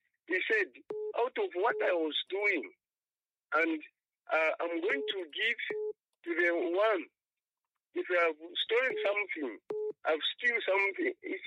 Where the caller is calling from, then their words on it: Solwezi, North-Western Province, Zambia; I'm calling from Solwezi.